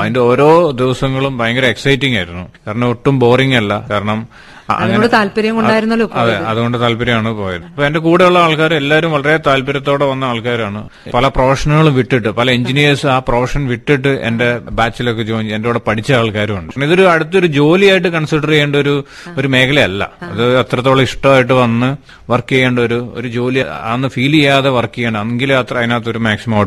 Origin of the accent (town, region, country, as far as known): Kerala, India